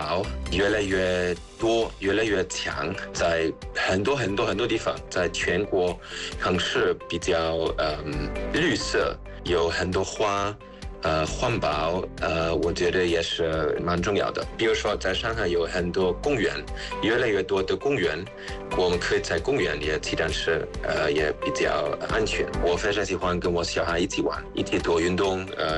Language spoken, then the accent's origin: Chinese; Germany; Chinese is a second language; now in China; 我们德国人喜欢带家庭带小孩去一个农民的地方农场，